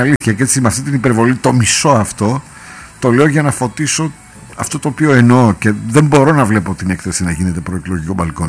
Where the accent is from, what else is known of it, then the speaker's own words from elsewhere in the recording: Veria, Central Macedonia, Greece; δεν είμαι Σαλονικιός, από τη Βέρεια είμαι, το ξέρετε.